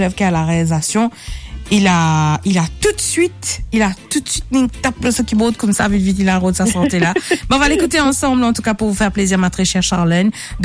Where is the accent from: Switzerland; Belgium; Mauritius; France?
Mauritius; Curepipe, Plaines Wilhems; Non, c'est vrai, hein, moi, je suis née, j'ai grandi à Curepipe.